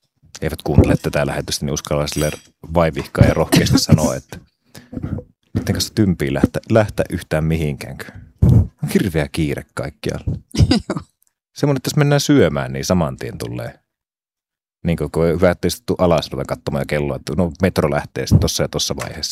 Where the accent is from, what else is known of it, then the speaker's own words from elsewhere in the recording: Oulu, North Ostrobothnia, Finland; Meillä Oulussa tuplakonsonantti